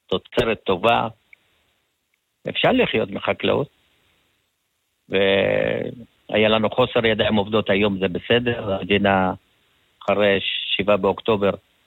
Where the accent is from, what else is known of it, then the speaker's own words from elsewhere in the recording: Sde Yitzhak, Haifa District, Israel; גדלתי בשדה יצחק